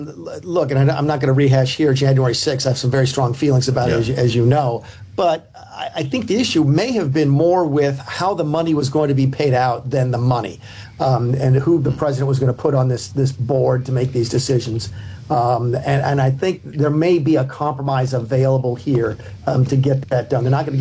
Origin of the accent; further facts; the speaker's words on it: South Carolina, United States; I mean, I'm from South Carolina. I'm not there today, obviously, but we've got a primary today.